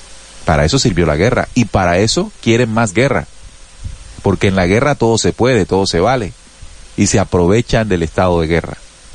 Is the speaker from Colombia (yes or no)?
yes; Colombia; Yo pienso como colombiano